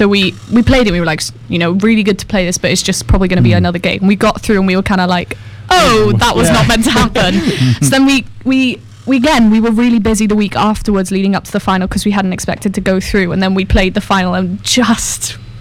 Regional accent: Swansea, Wales, United Kingdom; I'm from Swansea

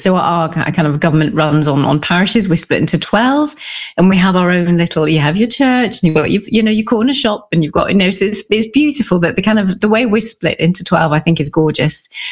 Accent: Jersey; Jersey's the biggest, and we are our own self-governing place.

